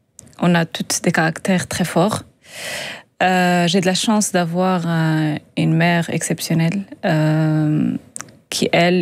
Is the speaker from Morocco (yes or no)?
yes; Agadir, Souss-Massa, Morocco; born there